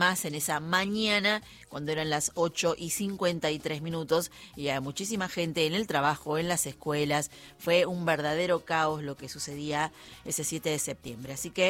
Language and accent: Spanish; Argentina